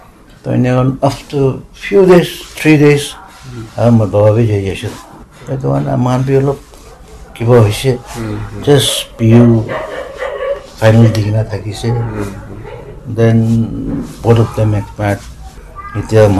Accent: Nagaland, India; born or raised there; also born or lived in Dimapur

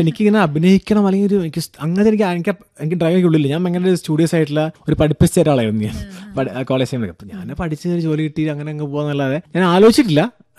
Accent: Tanur, Kerala, India; ഞാൻ ഒരു മലപ്പുറംകാരനാണ്, എൻ്റെ നാട് മലപ്പുറം താന്നൂരുണ്ട് നാട്.

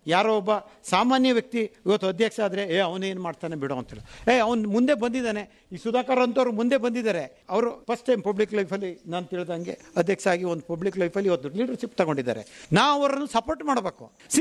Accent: Karnataka, India; ಈ ಥರ ಕಂಡೀಷನಲ್ಲಿ ನಾವು ಬೆಳೆದವರು. ಯಾಕೆಂತೇಳಿದರೆ ಇಲ್ಲಿ ಯಾವ ನ್ಯೂನತೆ ಇಲ್ಲ ನಮ್ಮ ಈ ಏರಿಯಾದಲ್ಲಿ, ಮಲೆನಾಡಲ್ಲಿ.

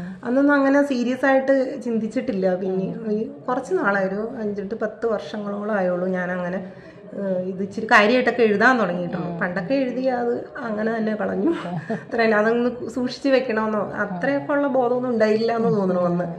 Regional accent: Kanjiramattom, Kerala, India; ഞാൻ ജനിച്ചതും വളർന്നതും എന്നെ കല്യാണം കഴിച്ചിരിക്കുന്നതും കാഞ്ഞിരമറ്റത്ത് തന്നെയാണ്. കാഞ്ഞിരമറ്റത്തിൽ അതിൻ്റെ കോട്ടയം ബോർഡറിലുള്ള അരിയങ്കാവിൽ നിന്നുള്ള സ്ഥലത്താണ് എൻ്റെ വീട്.

